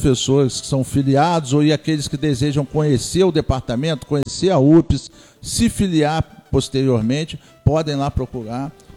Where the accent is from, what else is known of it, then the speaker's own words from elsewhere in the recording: Niterói, Rio de Janeiro, Brazil; Eu sou de Niterói.